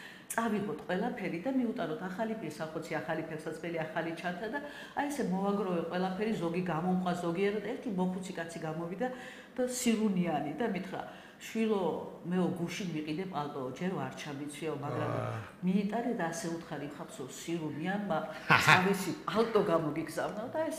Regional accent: Tbilisi, Georgia; also born or lived in Kakheti; ავლაბარში გავიზარდე, თან ავლაბრის ქუჩაზე. ძალიან მწარე ავლაბრელი ვარ.

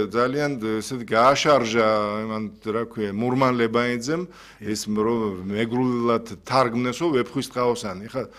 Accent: Zugdidi, Samegrelo-Zemo Svaneti, Georgia; მე როგორც ზუგდიდელი

